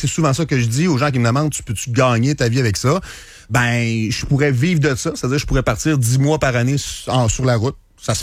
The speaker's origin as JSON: {"language": "French", "town": "Rivière-du-Loup", "region": "Quebec", "country": "Canada", "lives_now": "Quebec City, Canada"}